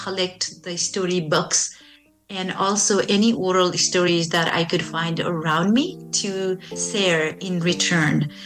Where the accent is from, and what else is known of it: Nepal; now in St. Albert, Canada